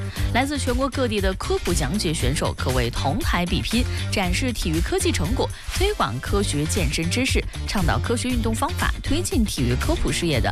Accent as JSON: {"language": "Chinese", "region": "Ningxia", "country": "China"}